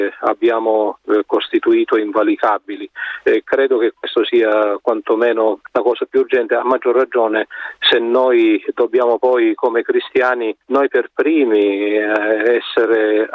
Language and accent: Italian; Ispica, Sicily, Italy; born there; now in Palermo, Italy; Io che sono nato ad Istica, vicino a Pozzallo